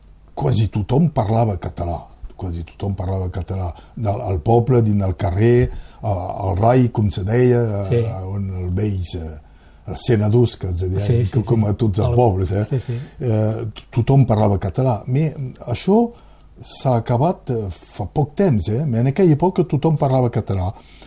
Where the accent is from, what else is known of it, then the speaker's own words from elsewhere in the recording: Théza, Occitania, France; jo soc he nascut a Tesà